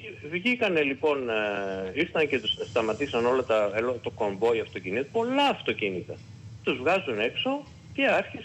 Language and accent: Greek; Famagusta, Famagusta District, Cyprus; moved away; Γιατί το σπίτι μου είναι στην περιφραγμένη περιοχή της Αμοχώστου.